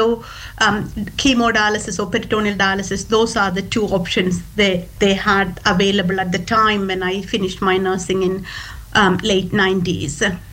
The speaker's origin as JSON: {"language": "English", "region": "Kerala", "country": "India", "second_language": "English", "moved": "yes", "lives_now": "United States", "said": "So nursing back, because I'm from India, back home, my hometown is in South India, a state called Kerala."}